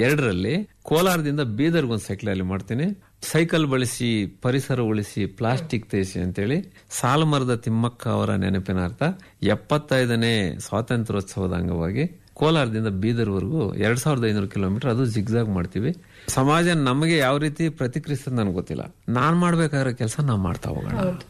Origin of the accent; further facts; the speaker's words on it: Birmanahalli, Kolar district, Karnataka, India; ನನ್ನ ಬೀರ್ಮಾನಹಳ್ಳಿ ನನ್ನ ಗ್ರಾಮಕ್ಕೆ